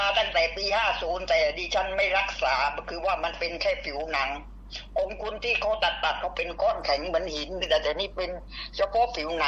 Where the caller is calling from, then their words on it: Krathum Baen, Samut Sakhon, Thailand; ไม่ใช่อยู่อำเภอกระทุ่มแบน